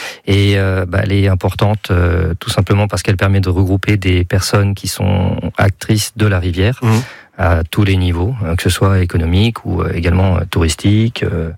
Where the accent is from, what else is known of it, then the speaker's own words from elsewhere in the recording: Mayenne, Pays de la Loire, France; Je suis né à Mayenne, j'ai vécu à Mayenne, je vis avec la rivière.